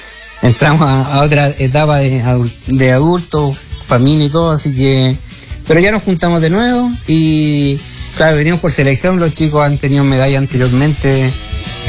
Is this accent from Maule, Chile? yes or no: yes; Curicó, Maule, Chile; Todos maulinos curicanos, sí.